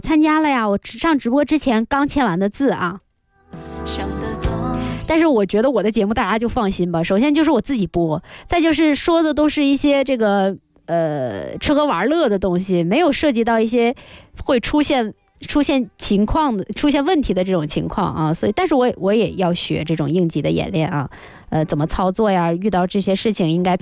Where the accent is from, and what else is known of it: Northeast China, China; born there; now in Guangdong, China